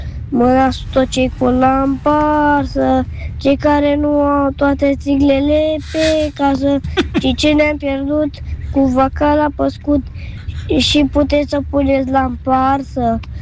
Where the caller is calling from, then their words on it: Bucharest, Romania; din București